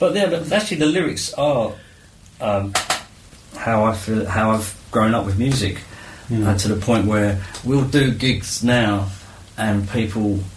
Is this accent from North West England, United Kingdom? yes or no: no; Beckenham, London, United Kingdom; born there; moved away as an adult; now in Tunbridge area, United Kingdom; we grew up in the Beckenham area. So, I moved there when I was about nearly seven, sort of Christmas 71.